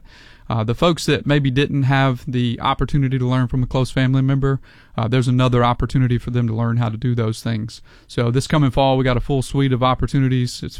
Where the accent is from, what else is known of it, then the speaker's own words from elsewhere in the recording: Valley Head, Alabama, United States; I grew up in Northeast Alabama in the foothills of the Appalachians, a little town called Valley Head. It's near Mentone